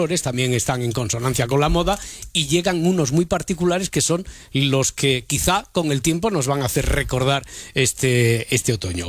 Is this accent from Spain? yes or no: yes; Cerdanyola del Vallès, Catalonia, Spain; also born or lived in Barcelona; yo de pequeño vivía en Barcelona ciudad. No sé a qué olía el otoño. En Barcelona, no recuerdo, no tengo. En cambio, cuando a los 9 años me fui a vivir al Vallés, a Sardañola, y Sardañola sobre todo era más pueblo que ciudad